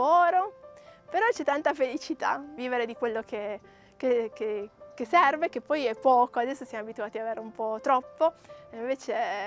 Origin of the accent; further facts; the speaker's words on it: Ivrea, Piedmont, Italy; moved away as an adult; now in Traversella, Italy; sono nata e cresciuta a Ivrea e adesso vivo in Valchiusella, tra Valchiusa e Traversella, questa è la mia casa.